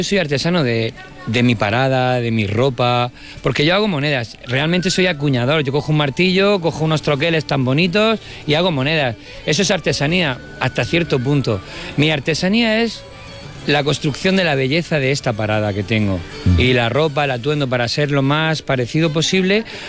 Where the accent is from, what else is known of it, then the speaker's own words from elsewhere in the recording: Lorca, Region of Murcia, Spain; soy de Lorca y amo Lorca muchísimo.